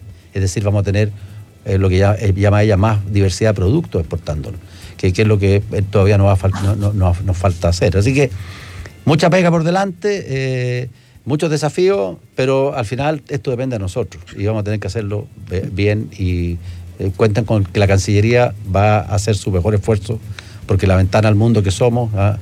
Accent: Chile; somos muchos los chilenos que nos ha tocado vivir allá o estudiar allá.

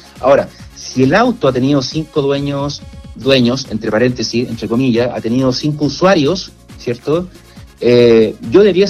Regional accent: Chile

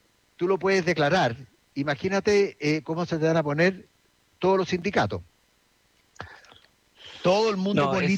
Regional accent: Chile; Pérdida a los inversionistas pasivos, que somos el Estado, que somos todos los chilenos

